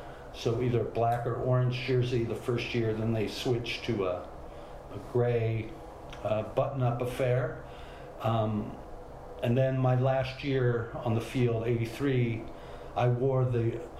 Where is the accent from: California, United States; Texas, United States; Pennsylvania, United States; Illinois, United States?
California, United States; San Francisco; as someone growing up in San Francisco